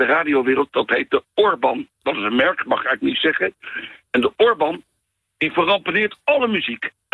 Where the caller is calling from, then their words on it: The Hague, South Holland, Netherlands; wij komen uit Den Haag. Klein dorpje Loosduinen. Dat is geplakt tegen Den Haag aan.